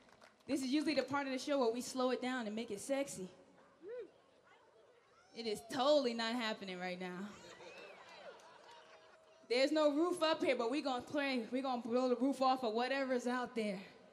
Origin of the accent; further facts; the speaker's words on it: New York, United States; I'm from New York